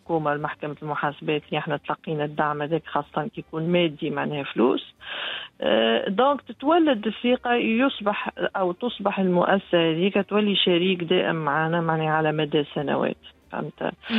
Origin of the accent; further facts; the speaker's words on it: Tunisia; شوف تونس نقول لهم أنا راهو تونسي حنين وكريم